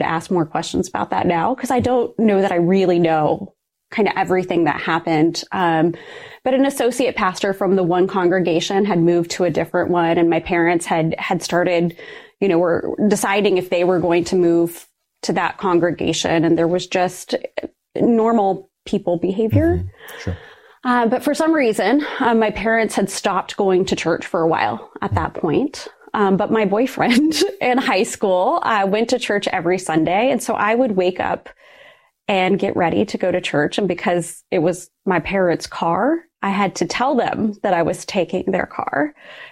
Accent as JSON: {"language": "English", "region": "Ohio", "country": "United States", "tie": "born or raised there", "said": "So I grew up in a very rural part of Ohio, and my family, we were church goers."}